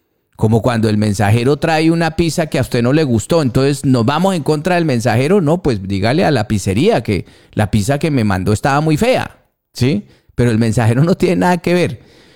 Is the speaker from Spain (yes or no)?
no; Colombia; Nosotros somos frontera con Perú, con Brasil, con Venezuela.